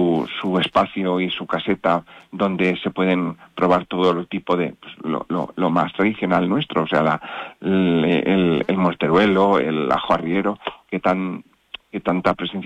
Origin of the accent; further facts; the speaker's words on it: Enguídanos, Castilla-La Mancha, Spain; todos los que somos de Enguídanos, y a mí como alcalde